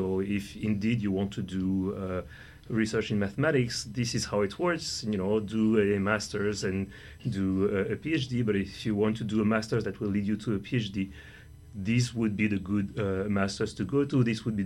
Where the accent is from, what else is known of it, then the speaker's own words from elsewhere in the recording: France; moved away as an adult; also born or lived in Denmark / United States; now in Hamilton, Canada; I'm indeed a professor in the math department. And so I grew up in France, was educated in France, traveled a little bit through Denmark, the United States, and moved to Mac in 2021.